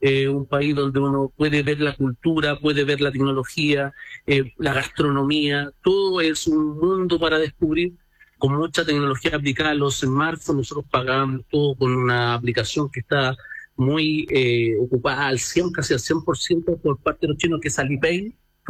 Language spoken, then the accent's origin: Spanish; Chile; lo que nosotros como chilenos le podemos ofrecer desde nuestros grandes poetas